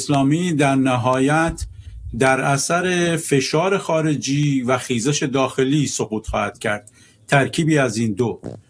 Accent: Iran; وظیفه‌مو به عنوان یه ایرانی انجام دادم برای کشورم

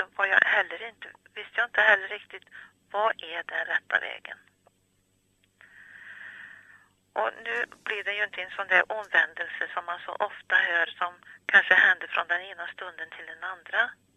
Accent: Västra Götaland County, Sweden; now in Ullervad, Sweden; Jag kommer från Dalsland.

